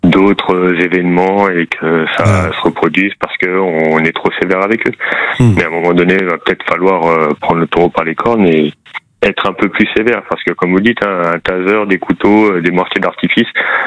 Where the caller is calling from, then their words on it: Urcuit, Nouvelle-Aquitaine, France; je vous appelle de Urquhuit, dans les Pyrénées Atlantiques.